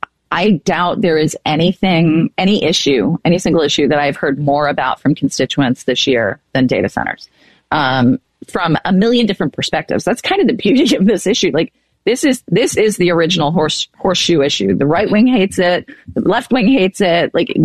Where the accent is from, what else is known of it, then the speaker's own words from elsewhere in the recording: Ireland; I'm Irish. I'm from the South. Of course I'm superstitious.